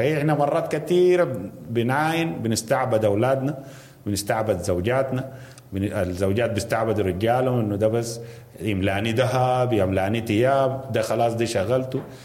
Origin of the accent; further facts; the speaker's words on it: Sudan; ده وقت انه احنا كسودانيين نقيف ونشوف انا كسوداني الحاجه اللي بسويها غلط ما بترضي ربنا شنو